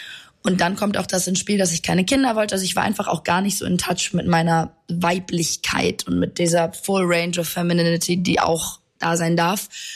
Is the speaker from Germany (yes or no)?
no; Italy; born or raised there